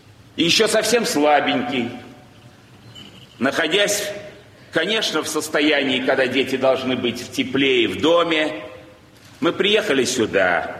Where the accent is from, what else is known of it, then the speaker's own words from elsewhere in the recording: Saint Petersburg, Russia; Я родился здесь, в Петербурге, в благочестивой семье. Мой отец был священником. Жили мы очень стесненно материально в послевоенном Ленинграде, практически в одной комнате, в коммунальной квартире.